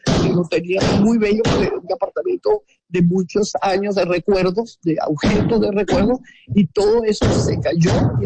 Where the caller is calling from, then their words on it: Caracas, Capital District, Venezuela; Yo estoy en el este de Caracas, en Santa Dubigis, que es colinda con Los Palos Grandes.